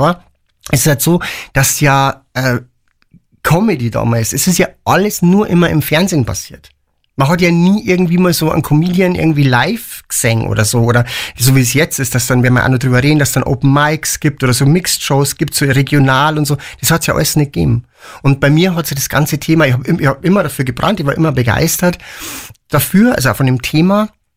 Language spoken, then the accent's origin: German; Piding, Bavaria, Germany; ihr werdet euch eh schon alle denken, genau, ich bin aus Pieding.